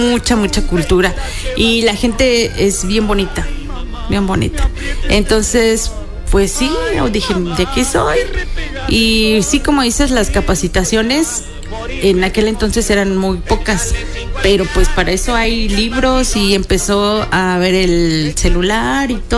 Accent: Teziutlán, Puebla, Mexico; Mi reto era estar en Teziutlán, porque yo soy de aquí, de Teziutlán.

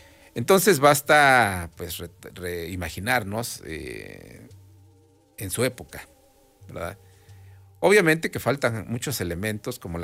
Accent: Los Reyes, Mexico; En el caso de mi barrio, Los Reyes, pues decimos, yo soy de Los Reyes. Pero Los Reyes tiene un nombre prehispánico que es Xoquitlán.

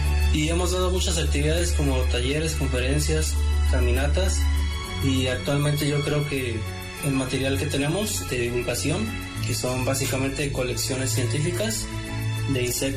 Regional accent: Acatlán, Puebla, Mexico; born there; soy biólogo, nací aquí en la Mixteca de Acatlán.

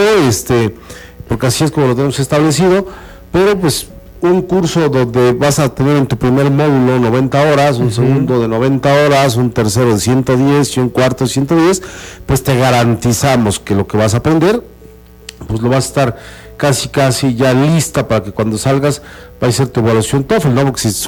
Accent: Mexico

